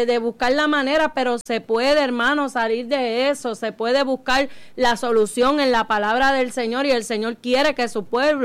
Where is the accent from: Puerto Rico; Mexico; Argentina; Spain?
Puerto Rico; porque nosotros conocemos, o porque nos han hablado, porque somos puertorriqueños, ya todo el mundo sabe y conoce.